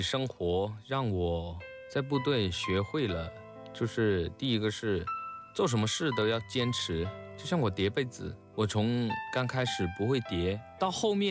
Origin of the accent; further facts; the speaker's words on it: Tianlin, Guangxi, China; 第二年我就回到了我的家乡田林